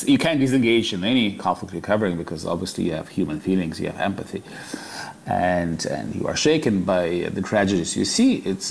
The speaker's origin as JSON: {"language": "English", "region": "Kyiv", "country": "Ukraine", "tie": "born or raised there", "moved": "as an adult", "lives_now": "United States", "said": "I started writing in Kiev, in Ukraine, which is my hometown, back when the Ukraine was still part of the Soviet Union."}